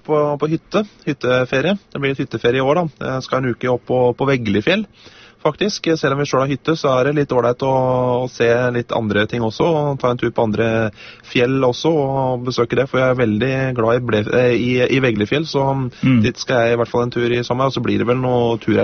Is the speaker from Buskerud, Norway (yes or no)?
no; Nøtterøy, Vestfold, Norway; moved away; Men så jo ferie I seg selv å komme ned til hjemstedet mitt, da, til Nøtterøy